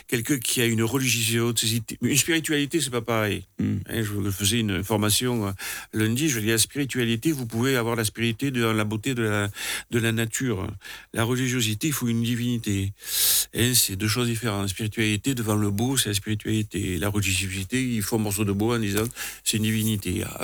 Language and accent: French; Hauts-de-France, France; Alors, en plus, moi, je viens de l'Aisne, où on dit qu'il n'y a pas de sacrifice.